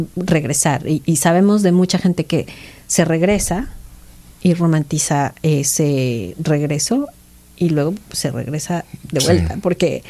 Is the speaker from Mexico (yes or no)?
yes; Mexico; now in United States; soy latino, y en mi caso soy mexicana, y veo la diferencia entre las diferentes nacionalidades